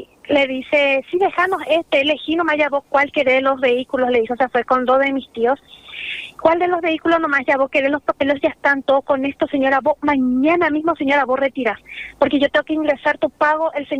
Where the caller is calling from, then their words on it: Asunción, Paraguay; porque nosotros somos de Sajonia, la zona del Bañado Tacumbu.